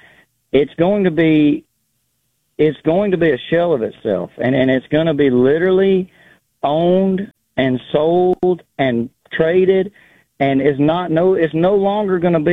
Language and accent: English; Alabama, United States; Most people born and raised right here in Alabama, we care way more about college football than we do the NFL.